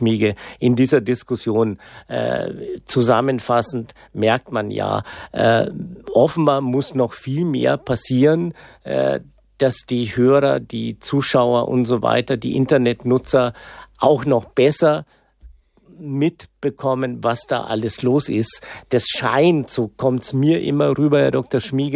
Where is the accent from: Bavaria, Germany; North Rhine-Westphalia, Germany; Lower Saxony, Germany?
Bavaria, Germany; Bad Griesbach im Rottal; ich bin ja in Bad Griesbach im Rottal geboren, im Landkreis Passau. Ich bin in der Blase der Passauer Neuen Presse aufgewachsen, sonst gab's nichts.